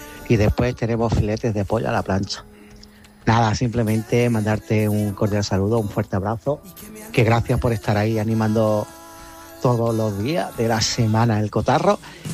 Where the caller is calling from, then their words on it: Málaga, Andalusia, Spain; de Málaga